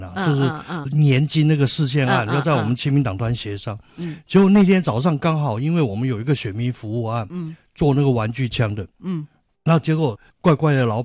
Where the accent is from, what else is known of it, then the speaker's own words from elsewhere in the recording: Germany; Chinese is a second language; 对，那我们德国人全部都要按规矩